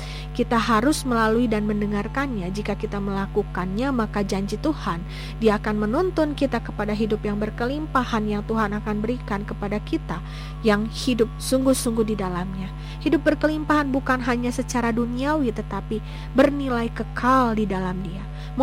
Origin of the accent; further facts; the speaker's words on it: Garut, West Java, Indonesia; moved away as an adult; also born or lived in Bandung; saya kuliah di Bandung dan kota asal saya Garut.